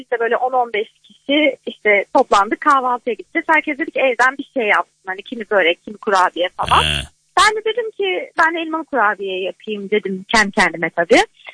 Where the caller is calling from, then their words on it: Istanbul, Turkey; ben İstanbul'dan.